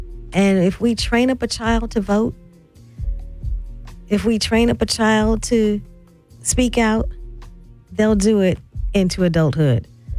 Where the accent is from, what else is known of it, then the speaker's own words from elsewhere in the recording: St. Louis, Missouri, United States; from St. Louis, and I'm from St. Louis.